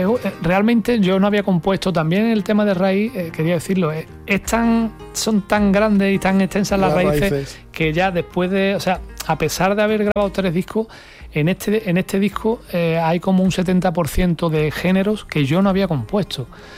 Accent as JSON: {"language": "Spanish", "town": "Valverde del Camino", "region": "Andalusia", "country": "Spain", "moved": "as an adult", "lives_now": "Seville, Spain", "said": "Entonces yo soy de Landévalo, que es una zona de la Sierra de Huelva, de Santa Bárbara de Casa. Y con 19 o 20 años pues me fui a vivir a Sevilla"}